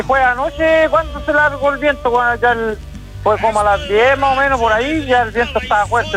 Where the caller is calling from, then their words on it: Pichilemu, O'Higgins, Chile; yo aquí estoy, aquí en Pichilemu.